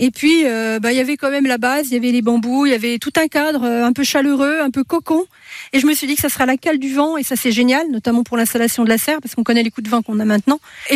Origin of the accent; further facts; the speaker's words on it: Bourgogne-Franche-Comté, France; moved away; J'ai grandi dans l'Aussois, à Arconcé, petit village de l'Aussois. Un village d'élevage, donc des prés, des pâtures et puis des bords de champs avec plein de fleurs différentes.